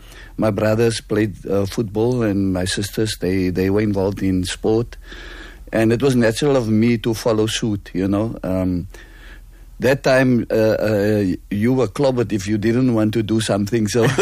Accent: Silvertown, Western Cape, South Africa; Okay, I grew up here in Silvertown. I was born opposite Athol Stadium and Clover Crescent, yes.

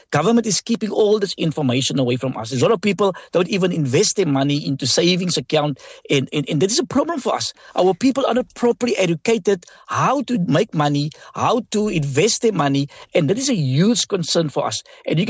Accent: South Africa; We believe that we are South African citizens

